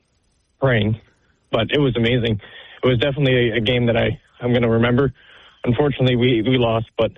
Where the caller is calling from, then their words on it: Lincoln Park, United States; Hey, we're just giving you guys a ring, and I was at the game last night. I'm from Lincoln Park.